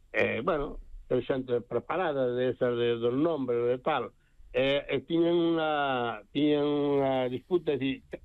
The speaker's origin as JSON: {"language": "Galician", "town": "Lalín", "region": "Galicia", "country": "Spain", "tie": "born there", "said": "O libro é unha biografía da miña parroquia, de Santiago de Catasós, que é unha das parroquias máis grandes do Ayuntamiento de Lalín, non?"}